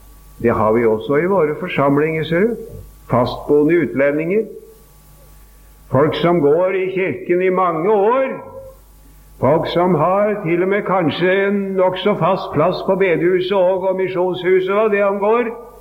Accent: Sarpsborg, Østfold, Norway; Jeg er hjemme i Sarpsborg, min hjemby.

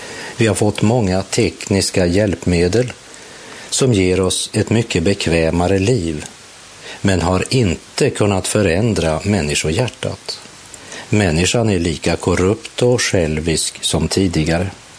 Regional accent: Sweden; Jag är ju svensk medborgare, samtidigt är jag medborgare i himlen.

